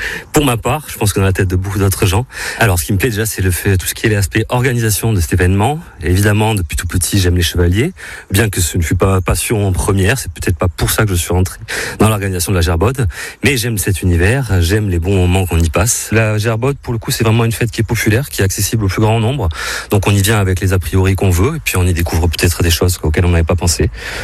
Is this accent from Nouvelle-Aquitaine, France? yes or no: yes; Bordeaux, Nouvelle-Aquitaine, France; J'ai 36 ans, je suis né à Bordeaux. Je suis vraiment un enfant du pays.